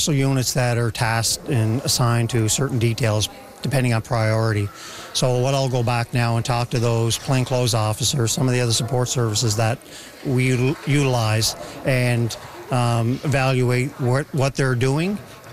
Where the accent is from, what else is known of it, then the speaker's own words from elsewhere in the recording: New Waterford, Nova Scotia, Canada; I grew up in New Waterford. I'm from here. I started my policing career in New Waterford.